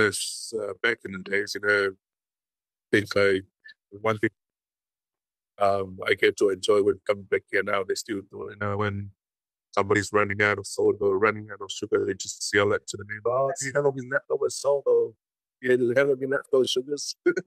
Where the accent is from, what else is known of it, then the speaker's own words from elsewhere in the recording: Tonga; also born or lived in Samoa / New Zealand / Hawaii / Japan; I was born in Tonga, 1983. And yeah, I grew up here in Tonga, but sort of moving around the island. We moved to Samoa, back to Tonga, and then New Zealand, Hawaii, and then Japan.